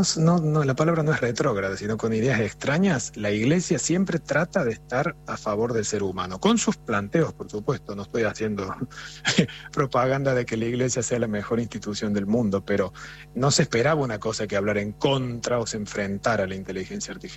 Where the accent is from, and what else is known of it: Argentina